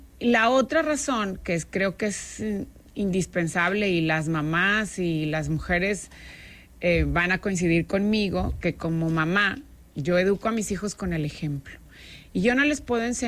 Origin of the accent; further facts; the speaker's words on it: Nuevo León, Mexico; nos caemos, nos levantamos, nos sacudimos, como los regios, uh-huh, además, porque nos levantamos, nos sacudimos y vamos aprendemos